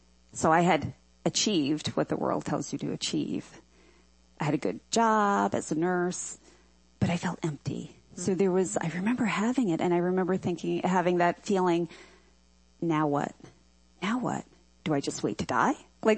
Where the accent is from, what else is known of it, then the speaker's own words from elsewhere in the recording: Long Island, New York, United States; growing up on Long Island